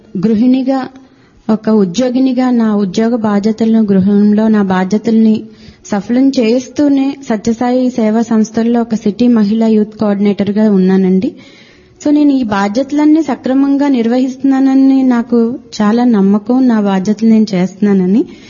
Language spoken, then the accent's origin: Telugu; Visakhapatnam, Andhra Pradesh, India; సాయిరామ్ అండి … నేను విశాఖపట్నం నుంచి వచ్చాను.